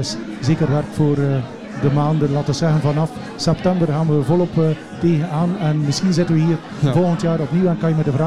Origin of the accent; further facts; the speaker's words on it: Flanders, Belgium; Ik doe dan bijvoorbeeld als West-Vlaming, zoals je ongetwijfeld al gehoord hebt.